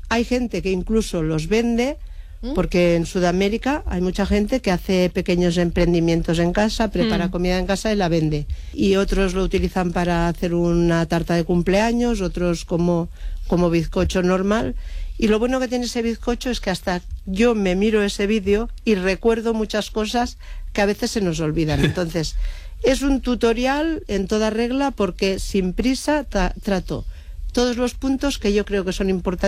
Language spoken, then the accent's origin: Spanish; Lleida, Catalonia, Spain